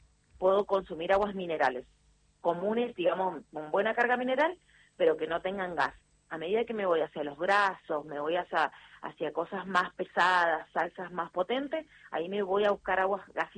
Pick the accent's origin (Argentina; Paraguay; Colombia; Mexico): Argentina; moved away; Somos dos argentinos.